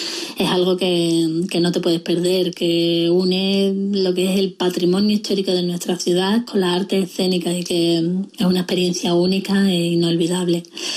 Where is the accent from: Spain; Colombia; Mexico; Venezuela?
Spain; Málaga, Andalusia; soy de Málaga